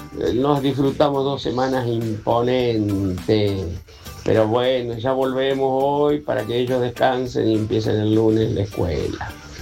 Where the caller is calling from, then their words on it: Marcos Paz, Buenos Aires Province, Argentina; de Marcos Paz.